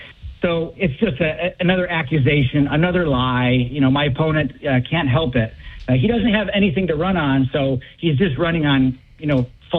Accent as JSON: {"language": "English", "town": "Gloversville", "region": "New York", "country": "United States", "tie": "born or raised there", "said": "I spent my time, you know, growing up in Gloversville working for my family business."}